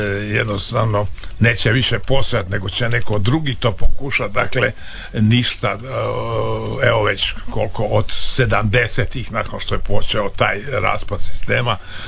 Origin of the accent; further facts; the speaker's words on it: Karlovac, Karlovac County, Croatia; Kod nas u Šancu, da.